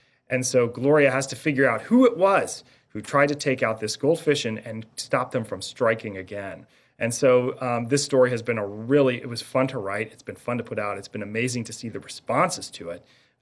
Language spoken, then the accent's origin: English; West Virginia, United States; moved away as an adult; now in Washington, D.C., United States; I was a middle school teacher in a Catholic school in my home state of West Virginia.